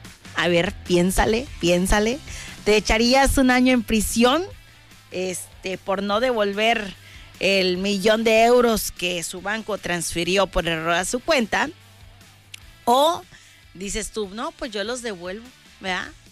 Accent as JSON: {"language": "Spanish", "country": "Mexico", "said": "Y es que sabes cómo somos los mexicanos, hasta que no nos pasan las cosas"}